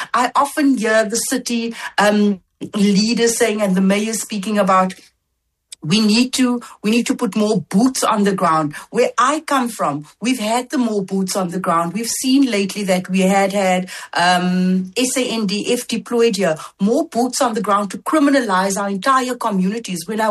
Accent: South Africa; now in Cape Town, South Africa; I may not be born and bred from the city of Cape Town, but after all, I am South African and I do belong here.

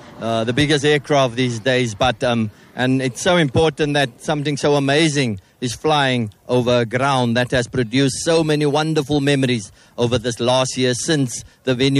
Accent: Cape Town, Western Cape, South Africa; I come from Bontville

